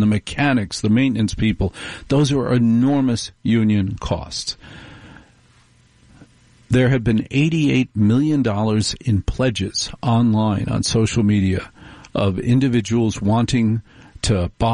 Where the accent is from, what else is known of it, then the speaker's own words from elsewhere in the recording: New Jersey, United States; You know, I grew up in Jersey. I could never say Domino's.